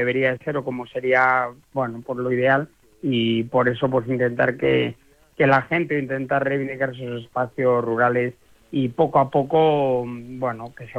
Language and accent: Spanish; Valladolid, Castile and León, Spain; Yo soy de Valladolid